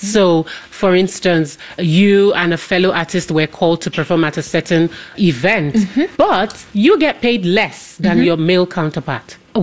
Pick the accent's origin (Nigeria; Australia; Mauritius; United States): Nigeria; now in Nairobi, Kenya; I am also Nigerian, but presenting Focus on Africa from the Nairobi Bureau.